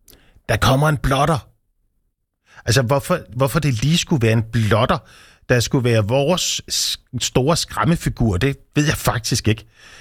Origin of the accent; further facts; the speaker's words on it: Sandby, Zealand, Denmark; Da jeg var barn i Sandby på Vestlolland